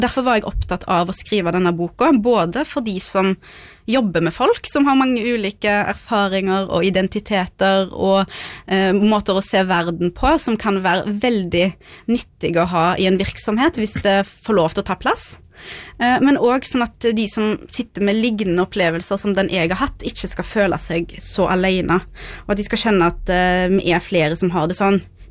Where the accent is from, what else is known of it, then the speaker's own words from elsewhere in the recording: Haugesund, Rogaland, Norway; first language Norwegian; also born or lived in Beirut; Og jeg er oppvokst i Haugesund, jeg født i Beirut, men jeg kom jo her da jeg var et halvt år gammel, så mitt primærspråk er jo norsk.